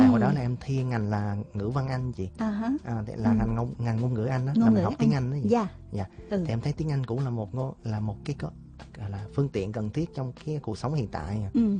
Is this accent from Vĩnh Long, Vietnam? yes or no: no; Nha Trang, Khanh Hoa, Vietnam; Quê của em ở Nha Trang đó chị.